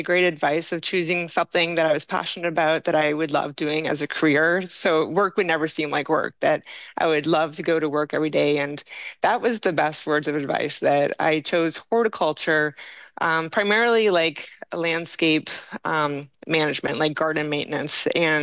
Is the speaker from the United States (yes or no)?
no; Chepstow, Ontario, Canada; I'm actually from Canada in a very rural town of 200 people, called Chepstow, Ontario, up by Lake Huron.